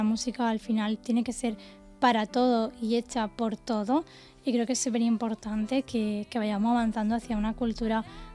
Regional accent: Andalusia, Spain; now in Madrid, Spain; soy de Andalucía

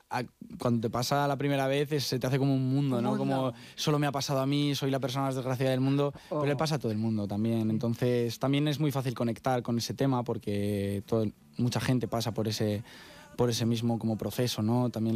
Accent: Valladolid, Castile and León, Spain; una sala que era de Valladolid, que era de donde soy yo.

